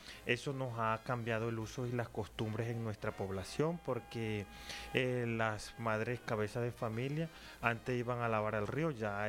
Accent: San Juan del Cesar, La Guajira, Colombia; vengo del municipio de San Juan del Cesar, vivo en un corregimiento Caracolí, Sabanas de Manuela, la tierra

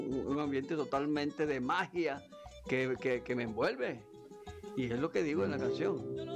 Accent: Córdoba, Colombia; esta tierra, porque es que el sinú

